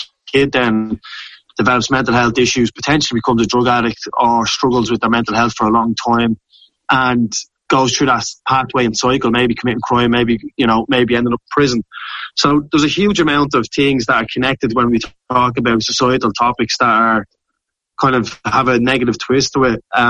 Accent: Dublin, Leinster, Ireland; me growing up in Ballymun

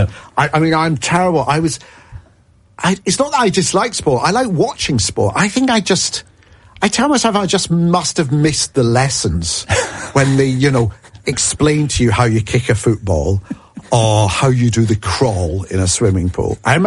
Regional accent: Scotland, United Kingdom; So, you know, being Scottish... I will be Scottish and Italian, you know, I've got the best of both.

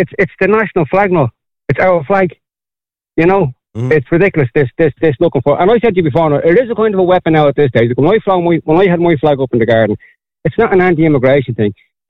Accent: Ireland; born there; I'm not a European citizen, I'm not a world citizen, I'm an Irishman, and I want to live in a sovereign country. Because that's where I was born into.

